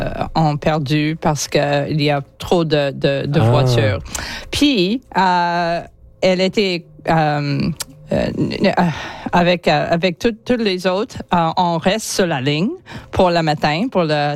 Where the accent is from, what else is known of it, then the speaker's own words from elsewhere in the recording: New Brunswick, Canada; je viens de Nouveau-Brunswick